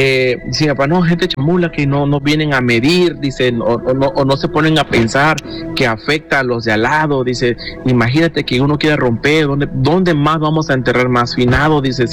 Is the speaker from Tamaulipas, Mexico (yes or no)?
no; Tonalá, Chiapas, Mexico; now in Omaha, United States; estoy aquí en Omaha, Nebraska. Soy del estado de Chiapas. del municipio Tonalá, Chiapas, zona costera, frontera con Guatemala. Ahí está su humilde casita, cuando gusten.